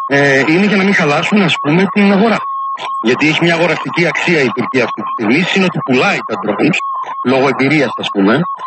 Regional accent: Brussels, Brussels-Capital Region, Belgium; born or raised there

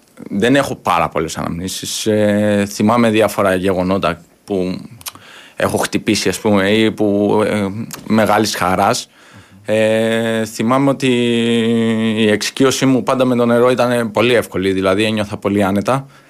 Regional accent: Argostoli, Ionian Islands, Greece; Εγώ γεννήθηκα και μεγάλωσα εδώ, στην Κεφαλονιά, στο Αργοστόλι.

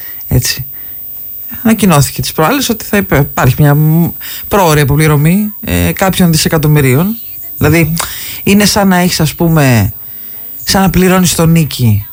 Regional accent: Greece; Δεν χαίρομαι σαν Ελληνίδα

